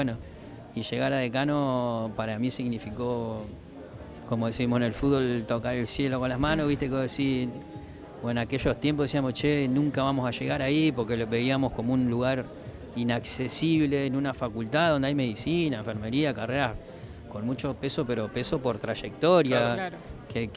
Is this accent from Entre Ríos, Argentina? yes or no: yes; Concepción del Uruguay, Entre Ríos, Argentina; Sí, bueno, nosotros que somos de Concepción del Uruguay, hace años atrás, no muchos, venir acá era, che, vamos lejos.